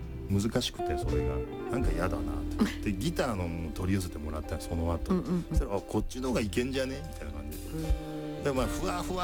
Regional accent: Kyushu, Japan; moved away as an adult; now in Tokyo, Japan; 九州の方。

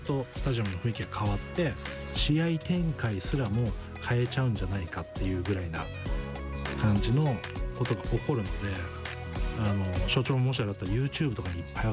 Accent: Niigata, Japan; 僕新潟出身なんですけど

